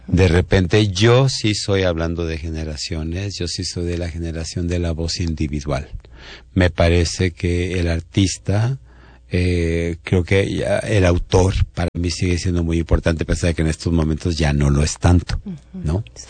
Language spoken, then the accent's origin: Spanish; Mexico; yo me siento profundamente mexicano, no desde el nacionalismo de los 40, pero sí mexicano.